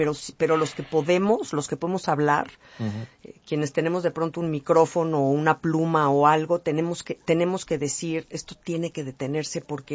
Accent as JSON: {"language": "Spanish", "country": "Mexico", "said": "Me da pena salir a la calle y decir soy mexicana"}